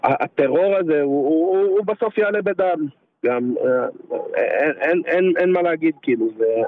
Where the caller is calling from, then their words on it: Southern District, Israel; אני מהדרום.